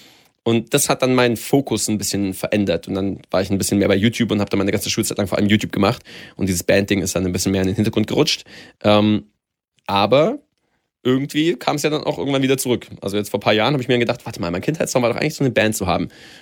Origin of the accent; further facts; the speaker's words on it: Baden-Württemberg, Germany; Erstmal so da lokal in dem Dorf, wo ich aufgewachsen bin. Nähe von Stuttgart tatsächlich.